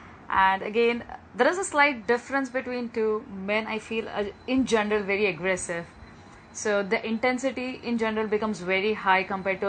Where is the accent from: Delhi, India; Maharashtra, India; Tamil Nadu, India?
Maharashtra, India; Mumbai; In India, we first have to clear the exams for the state we belong to. So I came from Mumbai